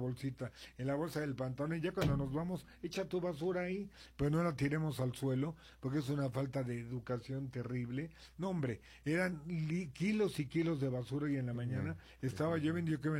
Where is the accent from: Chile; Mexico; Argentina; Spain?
Mexico; como mexicanos debemos dar un buen ejemplo